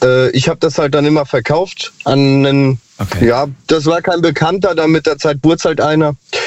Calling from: Hesse, Germany; Ich bin aus der Ecke zwischen Marburg und Kassel, also Nordhessen.

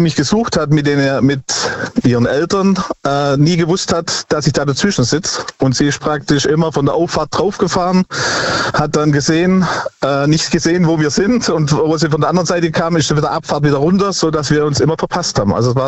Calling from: Baden-Württemberg, Germany; Ich komme aus Gnähren bei Tübingen.

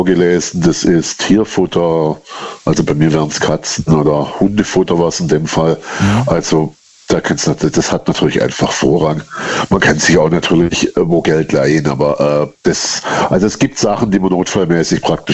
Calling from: Baden-Württemberg, Germany

